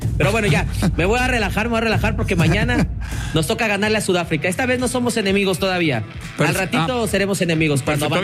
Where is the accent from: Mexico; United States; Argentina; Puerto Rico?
Mexico